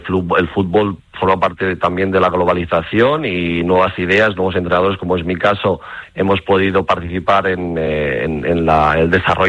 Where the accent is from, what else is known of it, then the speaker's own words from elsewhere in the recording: Barcelona, Catalonia, Spain; moved away as an adult; now in Sweden; amigos de casa, de Barcelona, pues siempre están ahí. Y aunque viva relativamente lejos de mi ciudad, de mi pueblo, siempre tenemos el momento durante el año para volver a casa y coger energías.